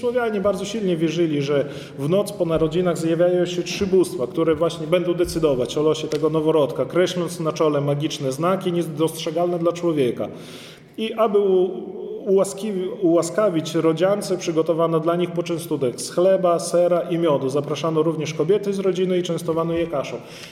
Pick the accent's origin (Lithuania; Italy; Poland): Poland; Podlaskie Voivodeship; tutaj u nas na Białostoczyźnie jest bardzo silnie, że my odwiedzamy, tak?